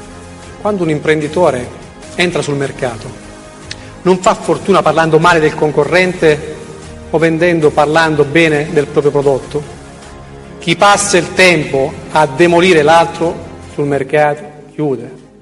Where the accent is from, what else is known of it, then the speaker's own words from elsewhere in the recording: Basilicata, Italy; Sant'Arcangelo in Basilicata, nella mia terra